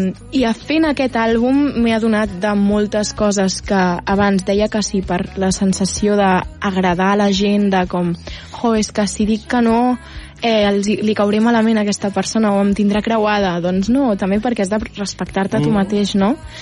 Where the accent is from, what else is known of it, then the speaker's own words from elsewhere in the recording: Barcelona, Catalonia, Spain; Soc del Poble Nou de tota la vida. Uh-huh. Sí, sempre he sigut del Poble Nou i quan era petita era molt gris el Poble Nou, realment, i només hi havia àvies i farmàcies